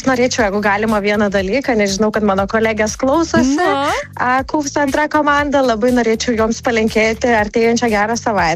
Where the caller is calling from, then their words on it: Šiauliai, Šiauliai County, Lithuania; Iš Šiaulių.